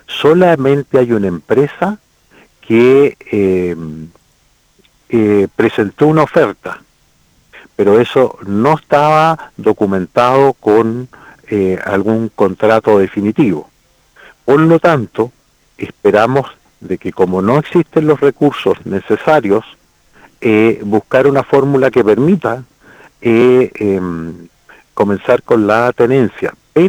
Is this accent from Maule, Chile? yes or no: no; Magallanes and Chilean Antarctica, Chile; Mire, yo soy magallánico. A mí me tocó estar en la década del 1978 en Magallanes